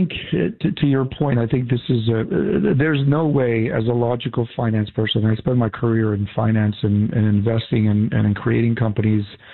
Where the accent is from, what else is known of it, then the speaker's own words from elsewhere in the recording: Cuba; now in United States; And I come from socialism. I come from Cuba. I know what evil looks like.